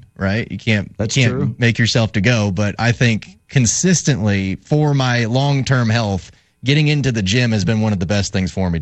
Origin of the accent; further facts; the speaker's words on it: Florida, United States; when I grew up in Florida, I used to love to skimboard.